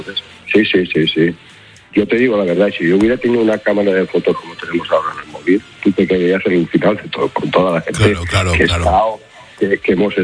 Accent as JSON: {"language": "Spanish", "town": "Gandia", "region": "Valencian Community", "country": "Spain", "said": "yo soy de Gandía. Aquí en Gandía, toda la gente de la época aquella, todos los amigos míos"}